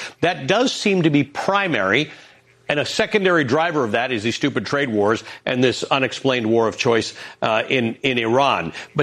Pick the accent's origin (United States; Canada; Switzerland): Canada; I come from Canada where Kentucky bourbon was a very popular thing.